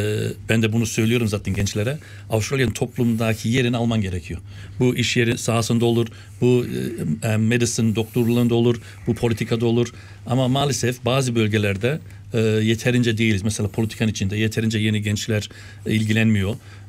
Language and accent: Turkish; Ankara, Turkey; Ben Ankara'lı olarak … bunu söyleyeyim.